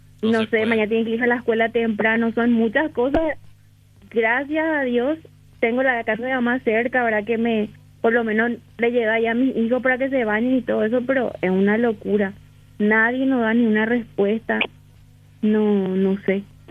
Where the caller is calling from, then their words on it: Asunción, Paraguay; Soy de Ceballos, pues, de Asunción.